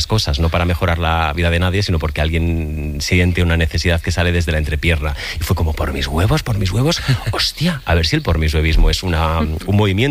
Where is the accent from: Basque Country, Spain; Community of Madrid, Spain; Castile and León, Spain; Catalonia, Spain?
Catalonia, Spain; Porque yo soy catalán, entonces los catalanes que nacimos a finales de los 90